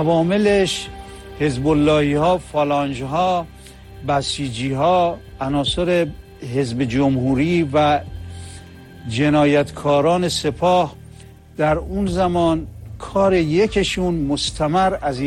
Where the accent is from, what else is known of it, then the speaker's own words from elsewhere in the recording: Shiraz, Fars, Iran; من شیرازی هستم.